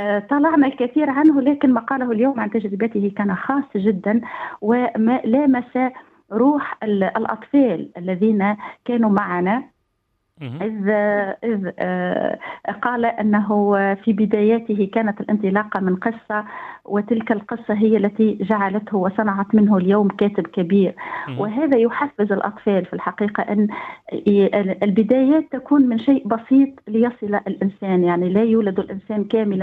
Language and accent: Arabic; Gafsa, Gafsa Governorate, Tunisia; لأن عندنا في قفصة ما شاء الله مواهب وعندنا أدباء كبار